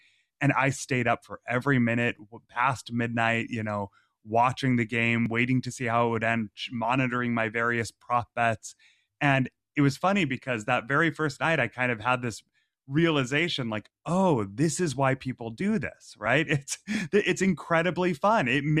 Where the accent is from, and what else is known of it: Massachusetts, United States; born or raised there